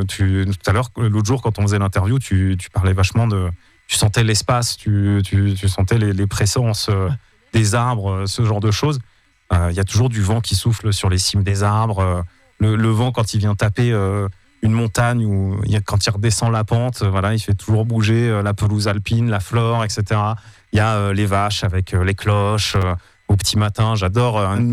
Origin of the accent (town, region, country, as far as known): Val d'Isère, Auvergne-Rhône-Alpes, France; born or raised there